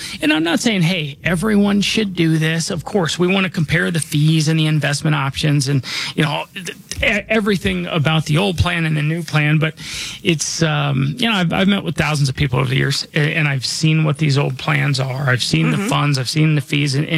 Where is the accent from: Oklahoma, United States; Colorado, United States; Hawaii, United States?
Colorado, United States; Denver; born or raised there